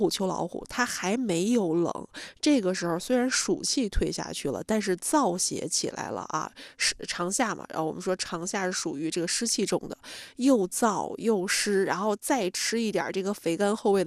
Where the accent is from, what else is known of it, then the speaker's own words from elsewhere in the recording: Northeast China, China; now in Beijing, China; 我老家是东北的